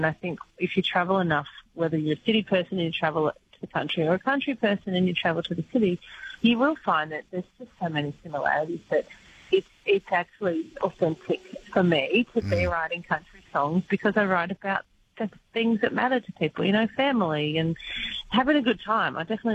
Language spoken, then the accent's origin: English; Mascot, New South Wales, Australia; I grew up in Mascot. So if anyone knows where that is, it's where the airport is.